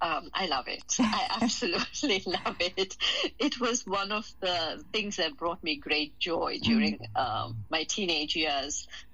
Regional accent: Durban, KwaZulu-Natal, South Africa; now in United Kingdom; I'm South African.

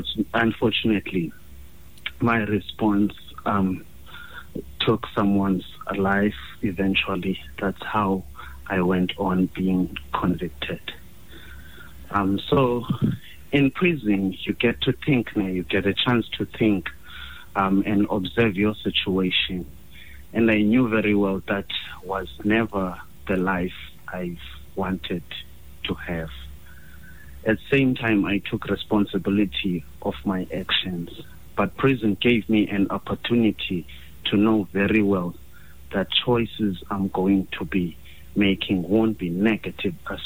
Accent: Cape Town, Western Cape, South Africa; I grew up inside the Khayelitsha in Cape Town. I was raised by a single parent.

